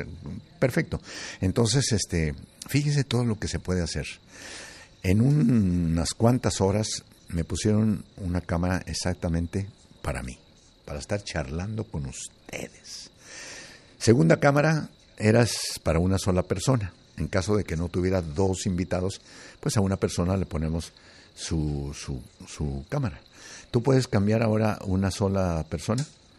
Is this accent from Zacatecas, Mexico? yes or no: yes; Tlaltenango, Zacatecas, Mexico; now in United States; yo que soy de Zacatecas, pues no digo soy de Zacatecas capital, soy de un pueblo que se llama Tlaltenango.